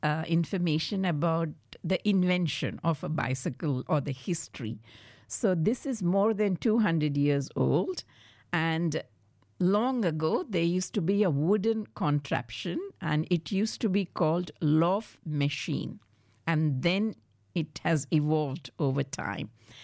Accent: Hyderabad, Telangana, India; moved away; I grew up in Hyderabad

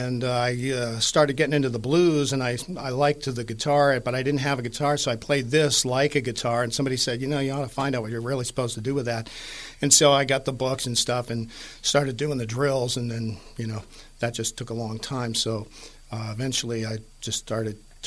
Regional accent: Washington, District of Columbia, United States; also born or lived in Pennsylvania; Well, I was born in Allegheny County and grew up in D.C., and that's where I really got the bluegrass bug.

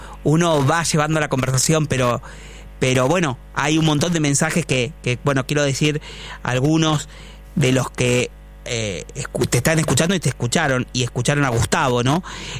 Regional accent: Uruguay; Pero soy uruguayo o de Nacional. Uruguayo de Nacional.

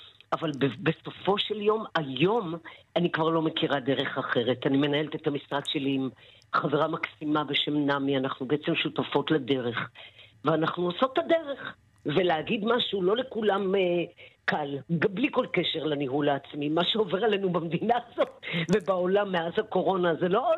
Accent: Northern District, Israel; born there; אני ילידת קיבוץ בית אלפא, עשירי לשישי 61.

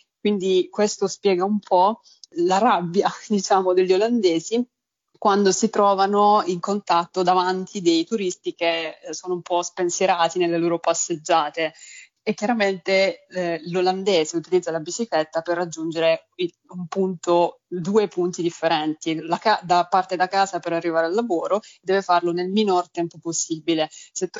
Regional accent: Apulia, Italy; moved away as an adult; also born or lived in northern Italy; now in Amsterdam, Netherlands; Io sono pugliese, ma ho studiato al nord Italia

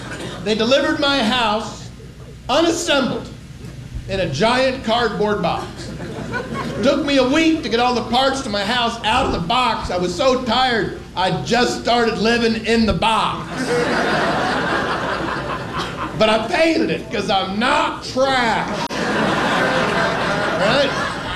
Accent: New York City, New York, United States; And this guy goes, where are you from? I go, I'm from New York.

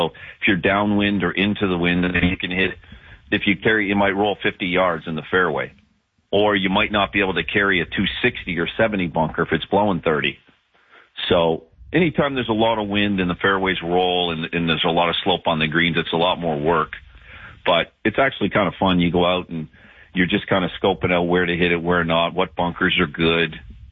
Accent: United Kingdom; I'm British.

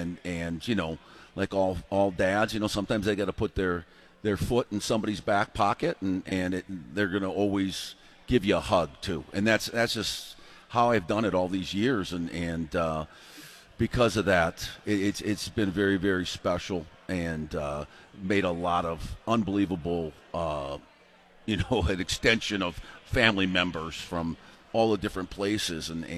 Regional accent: Wisconsin, United States; I'm from Wisconsin originally, and my mom worked in a cheese factory for 35 years, and my dad drove a railroad train for 45 years.

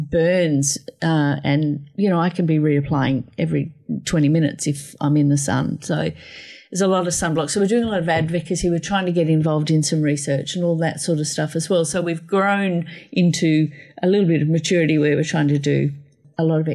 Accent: Australia; born there; I'm actually thankful I was born in Australia.

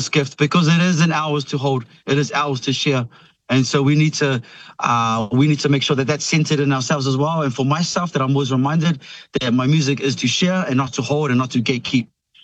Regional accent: Niue; my music as a young teenager in Niue and growing up in Niue and having a family band and having mentors

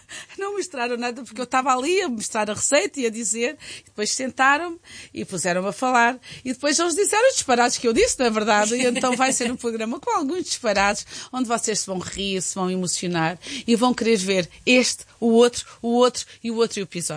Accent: Portugal; nós somos portugueses

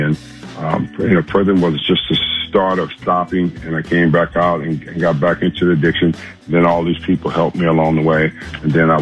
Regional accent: Los Angeles, California, United States; I wasn't afraid because I'm born and raised in South Central. I know how to defend myself.

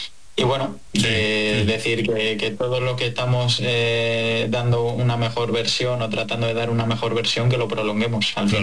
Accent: Spain; Ya no solo como aficionado, sino también claro. como español.

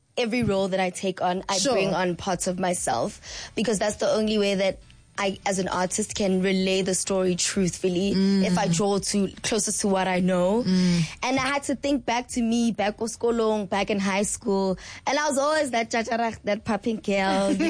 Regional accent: Pretoria, Gauteng, South Africa; I'm from Pitori.

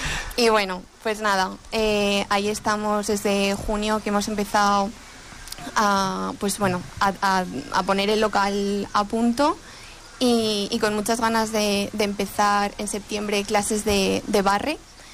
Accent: Fonfría, Aragon, Spain; moved away as an adult; now in Monreal del Campo, Spain; Y yo vengo de un pueblo que también de la provincia de Teruel, pero que es mucho más pequeñito que este, se llama Fonfría. Y es mi pueblo por bandera. Lo que pasa es que yo me vine aquí por amor y la verdad que me quedé.

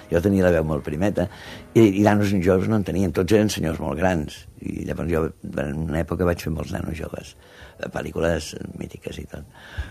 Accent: Catalonia, Spain

